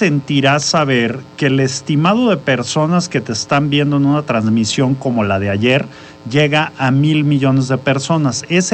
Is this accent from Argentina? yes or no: no; Mexico; somos pesimistas los mexicanos.